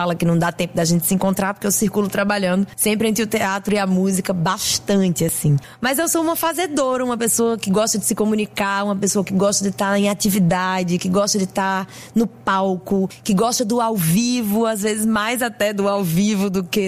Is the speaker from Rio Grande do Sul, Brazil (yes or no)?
no; Natal, Rio Grande do Norte, Brazil; moved away; Bom, gente, eu sou do Rio Grande do Norte, mais especificamente de Natal. Saí de Natal alguns anos pra morar no Sudeste e fazer minha carreira de cantora e artista.